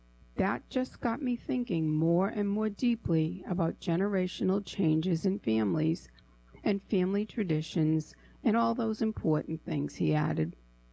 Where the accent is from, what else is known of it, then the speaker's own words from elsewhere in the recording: Chicopee, Massachusetts, United States; I grew up in Chicopee, and I still live 8 miles away.